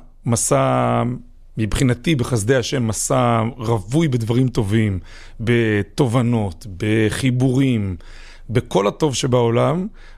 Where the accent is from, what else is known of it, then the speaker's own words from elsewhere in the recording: Kfar Chabad, Central District, Israel; אז אני גדלתי בכפר חב"ד, לאבא ואמא מקסימים, אבא רב